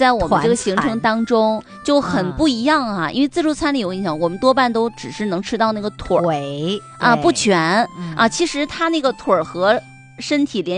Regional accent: Northeast China, China

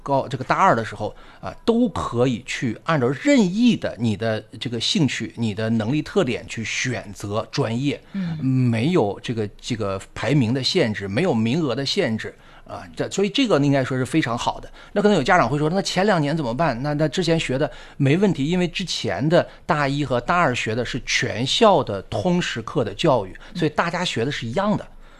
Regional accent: Heilongjiang, China; moved away; 这个我也是黑龙江人，我也是今天早上刚刚飞到这个哈尔滨来

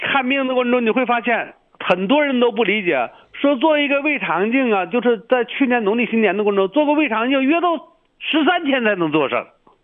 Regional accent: Heilongjiang, China; 咱们黑龙江这边

